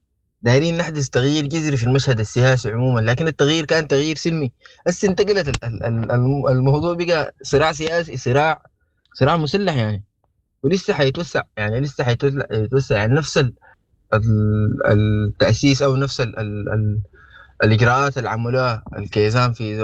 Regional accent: Sudan; نحن كسودانيين

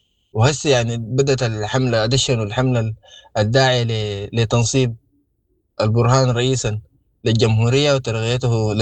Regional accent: Sudan; نحن كسودانيين

